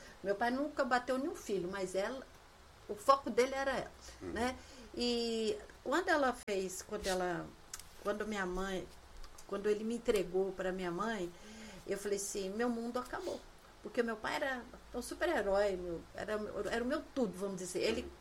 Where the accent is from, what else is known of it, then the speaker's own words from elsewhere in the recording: Minas Gerais, Brazil; also born or lived in Vitória; Quando a gente morava uma época em Vitória, eu sou de Minas, né?